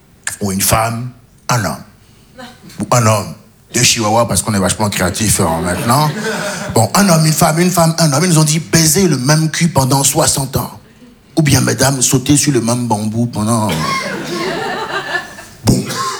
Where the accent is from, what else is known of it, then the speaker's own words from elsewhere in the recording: Benin; Je me dis, je suis franco-béninois. Ouais, mais je me dis maintenant, quand les impôts ils viennent, je suis béninois.